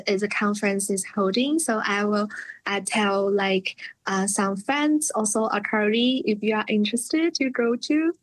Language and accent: English; Chengdu, Sichuan, China; moved away; when I was in Chengdu, which is in the southwest part of China, also is my hometown.